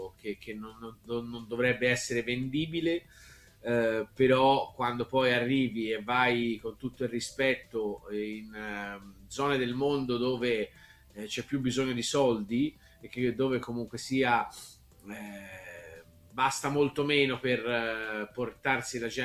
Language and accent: Italian; Florence, Tuscany, Italy; essendo di Firenze, insomma, da piccolo, da giovane, grande tifoso della Fiorentina